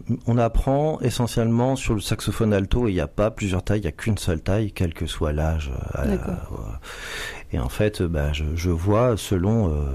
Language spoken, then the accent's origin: French; Vitry-le-François, Grand Est, France; Moi je suis d'origine de la Marne et là-bas à Vitry-le-François il y a beaucoup de commémorations militaires, des défilés.